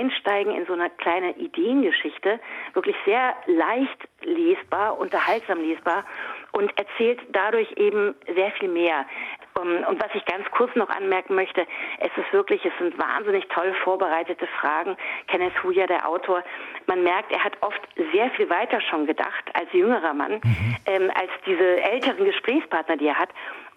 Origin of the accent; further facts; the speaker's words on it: West Germany, Germany; Ich möchte es mal so sagen, selber als Westdeutsche